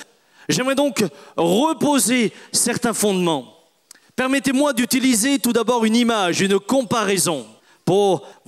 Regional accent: France; born there

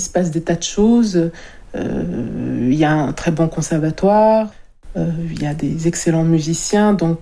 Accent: Strasbourg, Grand Est, France; J'ai grandi à Strasbourg, j'y suis née même. Et j'ai une enfance heureuse ici, et une enfance musicale.

